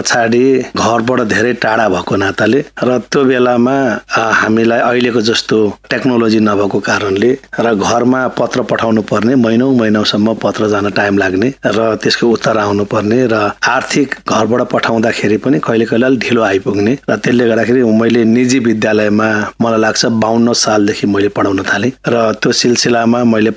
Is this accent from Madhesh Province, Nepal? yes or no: no; Taplejung, Koshi Province, Nepal; moved away as an adult; also born or lived in Ilam; now in Lalitpur, Nepal; म ताप्लेजुङको पनि असाध्यै दुर्गम गाउँ फ्रुम्बु भन्छौँ, यो झनै झनै 2-3 कोस बजारबाट टाढा पर्छ। र मेरो गाउँमा चाहिँ मावि स्कुल थिएन, म पढ्दाखेरि 7 कक्षासम्मको विद्यालय थियो।